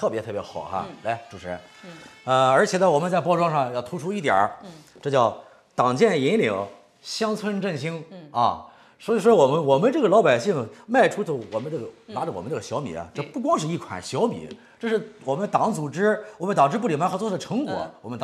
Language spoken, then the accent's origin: Chinese; Shandong, China